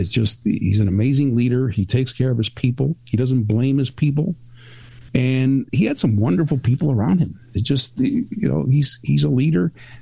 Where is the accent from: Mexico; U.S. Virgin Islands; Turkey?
Mexico; born or raised there; also born or lived in Cuba / United States